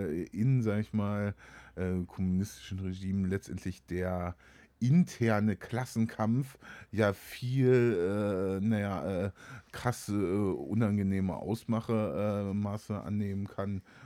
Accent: West Germany, Germany; Ich komme ja aus dem Westen

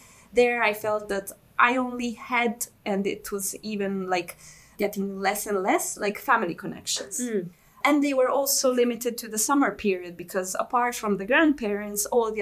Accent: Italy; English is a second language; Although I grew up in Italy, I went to school in Italy, I learned a good Italian. Actually, I speak better Italian than I speak my language, Bosnian, Serbian, Croatian, whatever we want to call it.

